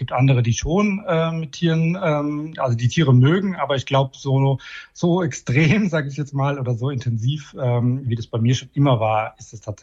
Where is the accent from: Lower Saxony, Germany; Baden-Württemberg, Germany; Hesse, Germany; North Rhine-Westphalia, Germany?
Hesse, Germany; Fürth; aber ich bin hier in Deutschland im Odenwald geboren und aufgewachsen, in einem kleinen Dorf, gar nicht so weit von dem Lebenshof heute entfernt, also in Fürth hieß es damals.